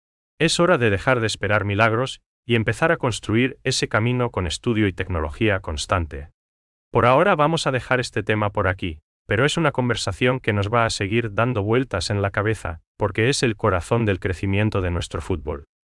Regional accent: Paraguay

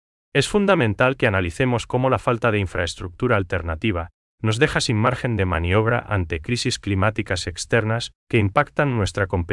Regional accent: Paraguay; Para nosotros en Paraguay

